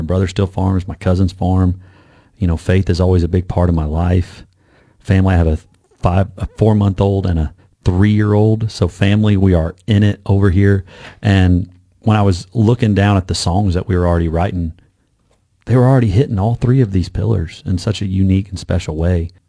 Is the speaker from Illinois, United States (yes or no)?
yes; Illinois, United States; because I'm a Midwestern boy, you know, growing up in Southern Illinois. And I think it hits all the aspects of my life. And I thank all those people where I come from.